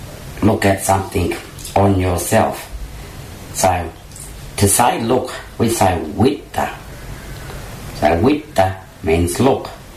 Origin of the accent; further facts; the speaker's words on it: Wilcannia, New South Wales, Australia; I'm a Barkindjinoongal from Wilcannia.